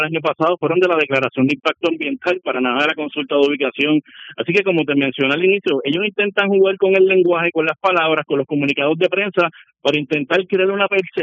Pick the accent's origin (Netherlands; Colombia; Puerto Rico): Puerto Rico; es coger una lista de todas las cosas que no queremos como puertorriqueños que nos sucedan